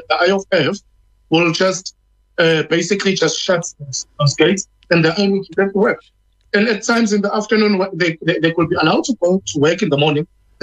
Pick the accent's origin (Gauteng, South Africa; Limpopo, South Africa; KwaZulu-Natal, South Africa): KwaZulu-Natal, South Africa